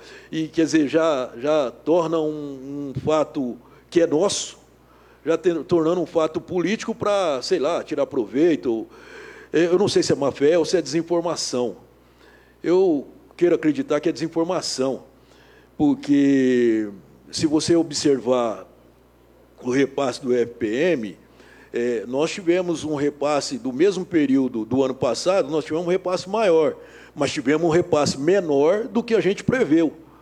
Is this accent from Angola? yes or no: no; Brazil; eu que cresci ali na Vila Cruzeiro, eu cresci do lado da festa